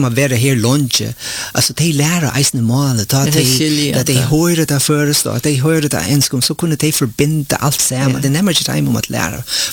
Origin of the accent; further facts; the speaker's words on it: Philippines; Swedish is a second language; Men nu vi är ganska 200 från Filippinerna här